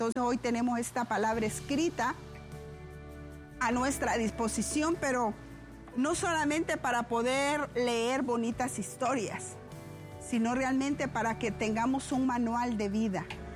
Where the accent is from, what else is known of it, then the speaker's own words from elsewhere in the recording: Honduras; lo más hermoso también de nosotros como Honduras, como hondureños